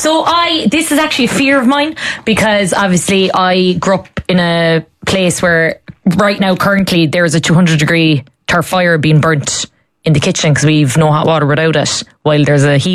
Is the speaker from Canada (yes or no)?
no; Ireland; moved away as an adult; now in Dublin, Ireland; someone from the country.